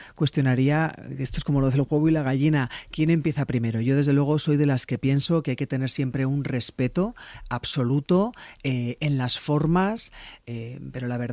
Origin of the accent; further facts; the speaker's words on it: Navarre, Spain; yo es que soy navarra